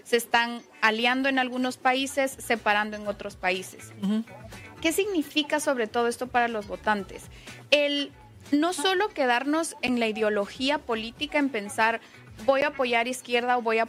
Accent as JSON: {"language": "Spanish", "country": "Ecuador", "also_born_or_lived": "Mexico", "moved": "yes", "said": "yo soy de Ecuador y... Viví un tiempo en México donde tuve mi mayor exposición política"}